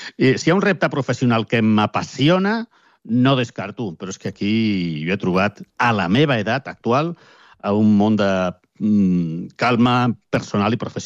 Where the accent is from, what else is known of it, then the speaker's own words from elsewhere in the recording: Catalonia, Spain; com a catalans